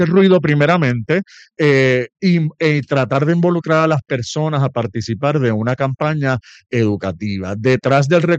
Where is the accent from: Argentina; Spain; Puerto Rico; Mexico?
Puerto Rico; Bayamón; soy primeramente puertorriqueño, de Bayamón